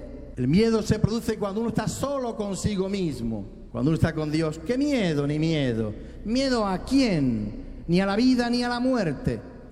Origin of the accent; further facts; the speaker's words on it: Spain; Y yo vengo aquí, vengo de España, no sé si me vais a entender.